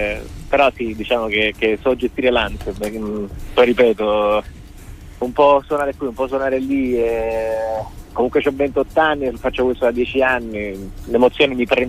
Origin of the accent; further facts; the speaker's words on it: Naples, Campania, Italy; Io intanto sono venuto a rilassarmi un attimo a Reggio Emilia, che sono napoletano